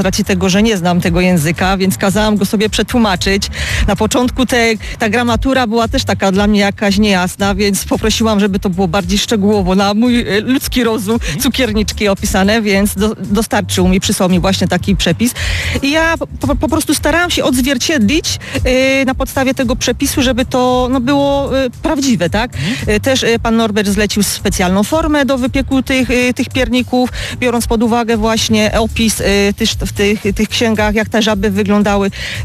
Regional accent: Izbicko, Opole Voivodeship, Poland; Dzień dobry … jestem z Izbicka, od ponad 13 lat prowadzę swoją cukiernię artystyczną.

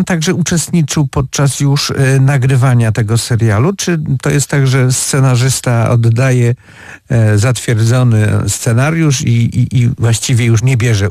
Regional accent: Opole, Opole Voivodeship, Poland; jestem z Opola

